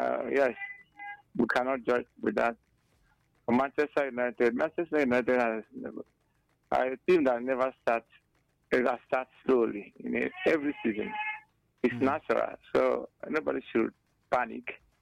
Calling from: Enugu, Enugu State, Nigeria; I'm calling from Enugu.

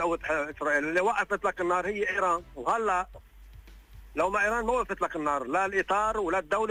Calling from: South Lebanon, Lebanon; انا مواطن جنوبي عم بحكي، ما لي دخل بالحزب، اي ساعة برد ما بعرف، بس انا اللي بعرفه انه مواطن لبناني جنوبي

